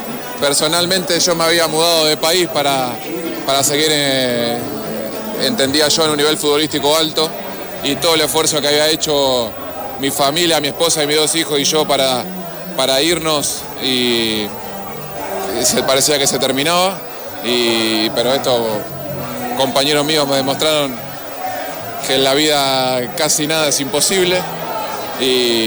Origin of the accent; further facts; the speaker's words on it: Ecuador; Somos ecuatorianos y sabemos que la vida nunca es fácil.